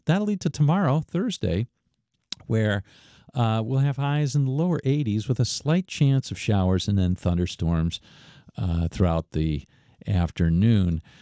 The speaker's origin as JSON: {"language": "English", "region": "Michigan", "country": "United States", "tie": "born or raised there", "moved": "yes", "said": "I remember growing up in Michigan"}